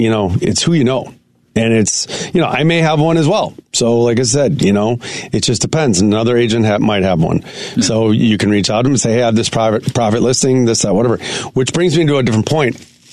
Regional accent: Wilmette, Illinois, United States; I'm like, I'm from Wilmette.

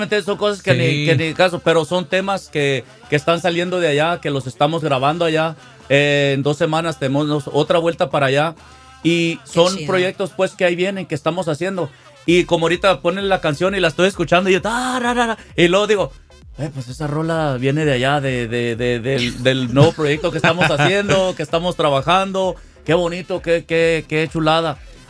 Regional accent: Mexico

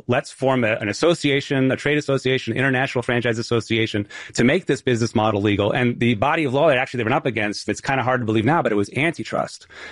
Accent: New England, United States

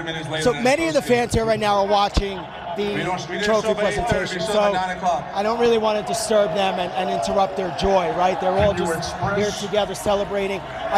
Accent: New York City, New York, United States; I grew up in Brooklyn.

